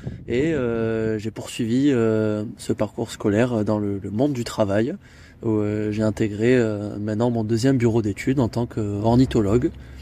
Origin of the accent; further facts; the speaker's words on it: Occitanie, France; moved away as an adult; now in Montpellier, France; Je viens de Montpellier. Alors, je viens du Gard, mais j'ai beaucoup vécu sur Montpellier de par mes études et mon travail que j'occupe maintenant